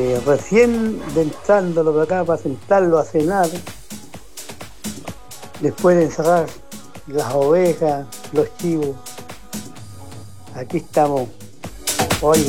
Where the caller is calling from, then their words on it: Temuco, Araucanía, Chile; ¿Para qué somos de Temuco?